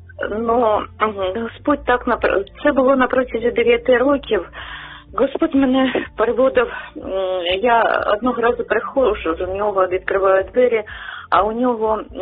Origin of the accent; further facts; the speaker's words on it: Kharkiv, Kharkiv Oblast, Ukraine; я з Харкова.